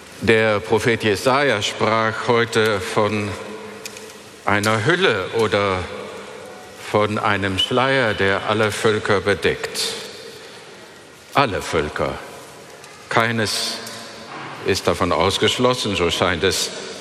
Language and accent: German; Netherlands; ich bin ja Niederländer